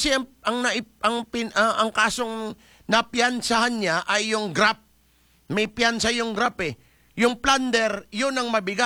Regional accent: Mimaropa, Philippines; Kasi ito, bilang Palawenyo

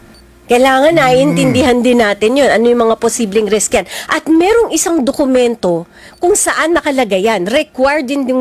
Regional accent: Bicol Region, Philippines; Tagalog is a second language; Mahina po ako sa Tagalog. Bicolana kasi ako.

